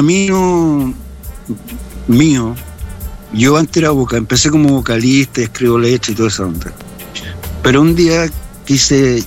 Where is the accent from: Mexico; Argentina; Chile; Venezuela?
Chile; Viña del Mar, Valparaíso; Es que yo soy de Viña, así que todos los equipos de la quinta región, compadre, tienen mi cariño.